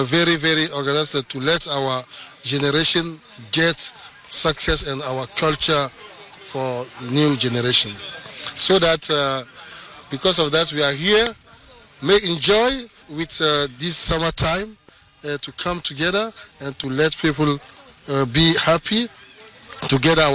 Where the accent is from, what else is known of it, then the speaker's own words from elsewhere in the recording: Togo; I can understand it, speak it a little bit, but I'm from Togo.